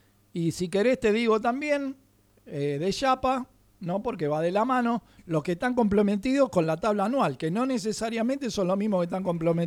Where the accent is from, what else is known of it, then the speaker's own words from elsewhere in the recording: Argentina; Nosotros somos argentinos